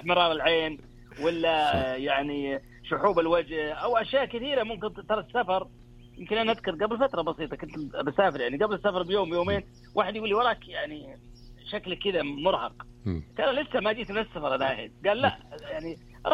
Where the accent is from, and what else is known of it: Saudi Arabia